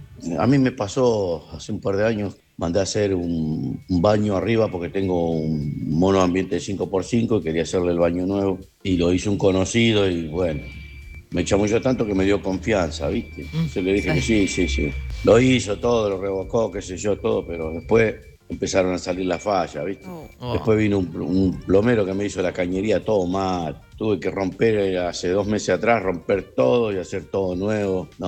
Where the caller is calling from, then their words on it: Claypole, Buenos Aires Province, Argentina; de Claypole